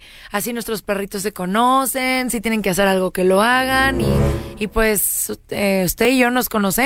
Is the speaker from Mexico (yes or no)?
yes; Mexico; ¡Ay, pues yo soy de México!